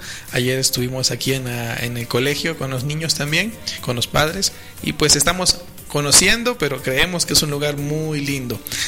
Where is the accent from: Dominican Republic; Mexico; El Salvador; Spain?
El Salvador; moved away as an adult; now in Guatemala; Soy salvadoreño, pero soy un salvadoreño que ama mucho la cultura guatemalteca. Vine a Guatemala en el 2006 a estudiar